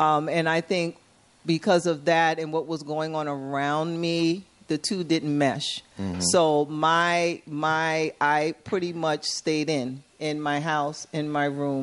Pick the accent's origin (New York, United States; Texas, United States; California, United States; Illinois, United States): New York, United States; New York City; I grew up in the South Bronx, which back then, you know, it was a funny thing. The Bronx, growing up in the Bronx, it was a sense of community.